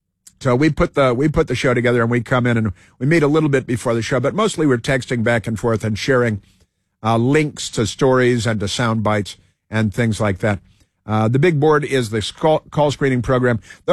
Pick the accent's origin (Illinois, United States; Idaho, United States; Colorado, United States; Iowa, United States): Illinois, United States; Chicago; I recall, yeah, growing up in Chicago and CTA.